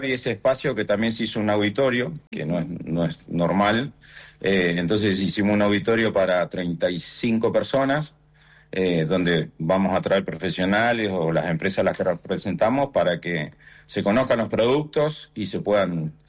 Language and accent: Spanish; Trelew, Chubut, Argentina; moved away as an adult; also born or lived in Gaiman / Comodoro Rivadavia; now in Buenos Aires, Argentina; Sí, porque me formé acá, hice el secundario acá, la universidad en Comodoro, así que soy de acá y realmente mi sentimiento está en Chubut, en Trelew, donde tengo todos mis amigos, mi familia